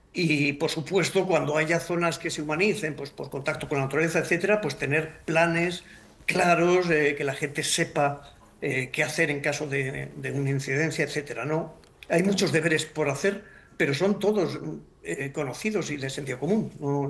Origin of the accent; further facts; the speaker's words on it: Asturias, Spain; mi realidad como asturiano